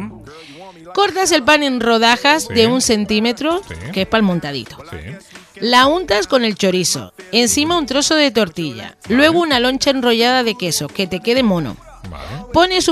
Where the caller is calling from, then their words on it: Valle de Guerra, Canary Islands, Spain; de Valleguerra.